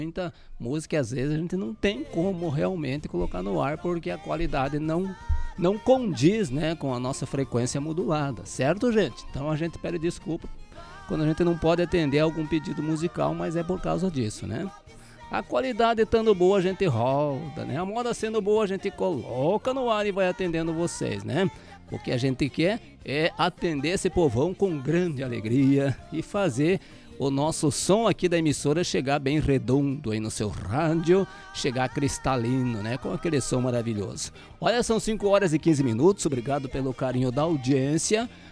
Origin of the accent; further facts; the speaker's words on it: Brazil; A gente é brasileiro